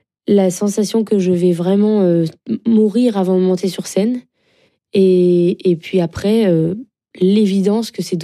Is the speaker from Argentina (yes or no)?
no; France; J'ai grandi en France et je suis allée au Brésil tous les ans, depuis toujours.